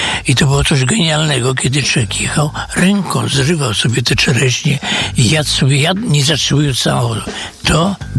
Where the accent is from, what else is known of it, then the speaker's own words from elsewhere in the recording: Warsaw, Masovian Voivodeship, Poland; Ale słuchaj, ja pochodzę w ogóle z Warszawy, się tu urodziłem.